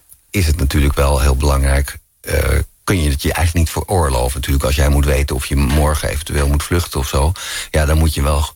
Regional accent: Netherlands

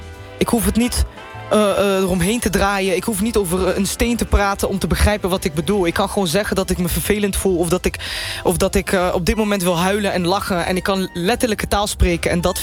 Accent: Limburg, Netherlands; ik kom uit Limburg, dus dan gaan ze op het plat met me praten.

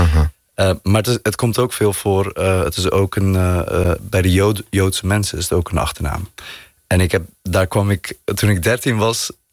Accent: North Brabant, Netherlands

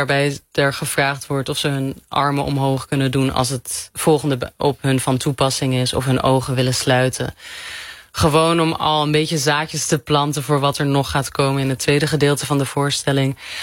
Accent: Morocco; En ik kom uit Marokko en het is een islamitisch land, et cetera.

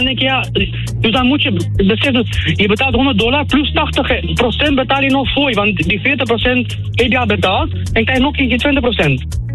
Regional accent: Romania; now in Netherlands; Ik ben niet gierig, ik ben zelf Roemeens, ik woon 17 in Nederland.

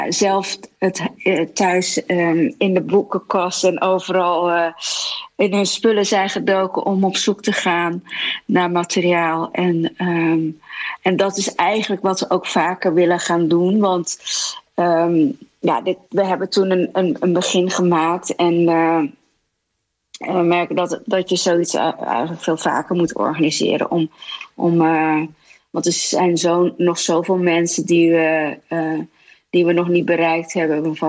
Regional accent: Netherlands; ik ben in Nederland opgegroeid en ging hier naar de lagere school en de middelbare school.

